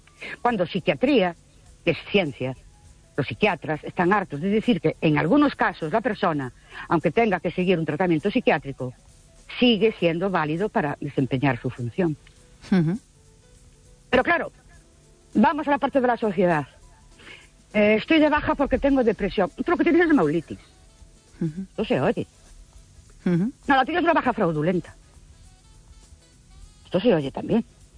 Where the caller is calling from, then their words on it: Ourense, Galicia, Spain; Buenas noches … de Orense.